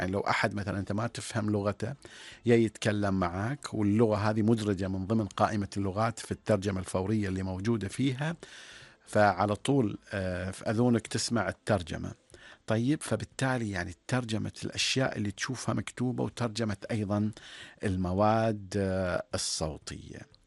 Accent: Oman

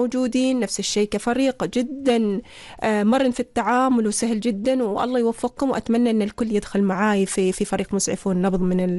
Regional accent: Oman; نحن كعمانيين

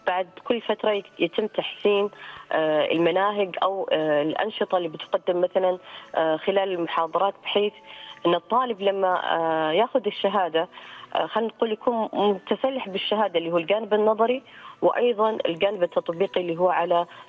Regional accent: Oman; عندنا في سلطنة عمان

